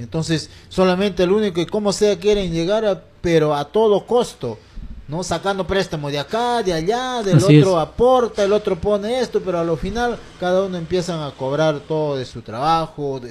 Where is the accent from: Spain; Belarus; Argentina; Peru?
Peru; Pichanaki, Junín; yo soy de Pichanaki